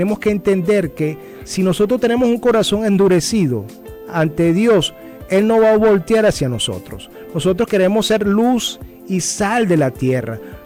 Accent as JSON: {"language": "Spanish", "country": "Venezuela", "said": "cuando nosotros como cristianos, como venezolanos, como seres humanos"}